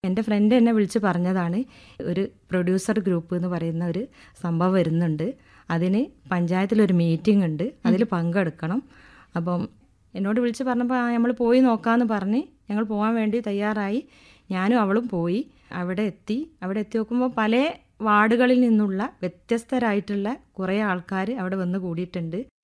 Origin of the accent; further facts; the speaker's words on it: Cheruvadi, Kerala, India; ഞാൻ ചെറുവാടിയിൽ നിന്ന് വരുന്നു.